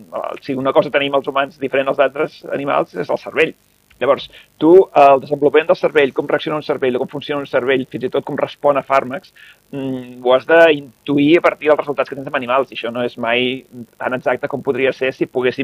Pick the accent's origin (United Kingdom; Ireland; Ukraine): United Kingdom; England; Jo sóc anglès, jo prenc te. Jo sóc de te, no?